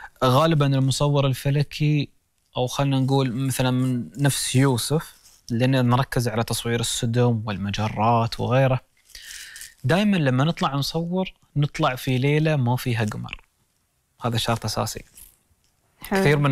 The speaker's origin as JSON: {"language": "Arabic", "country": "United Arab Emirates"}